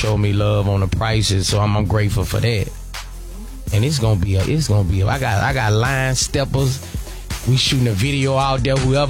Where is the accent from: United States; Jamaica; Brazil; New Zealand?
United States; Louisiana; Nah, but I learned good. I'm from Louisiana. I love to dance.